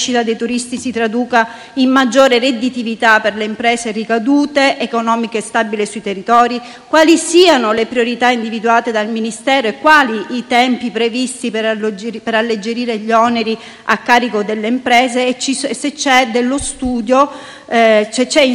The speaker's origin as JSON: {"language": "Italian", "region": "Sicily", "country": "Italy", "said": "Io, essendo siciliana, ho in mente sempre la mia Sicilia"}